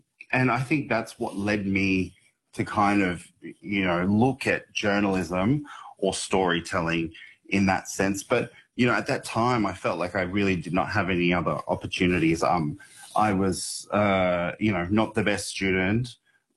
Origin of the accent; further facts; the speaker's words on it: Bourke, New South Wales, Australia; Growing up in Bourke, I loved my community, my family.